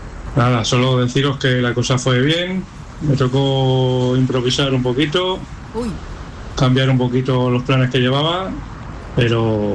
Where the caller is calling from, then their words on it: Madrid, Community of Madrid, Spain; Hola chicos … de Madrid.